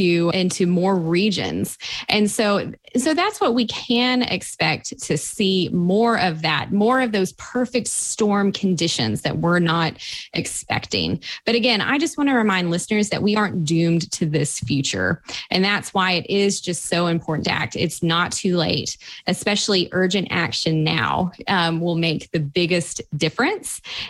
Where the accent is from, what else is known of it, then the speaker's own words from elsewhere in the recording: Tennessee, United States; growing up in East Tennessee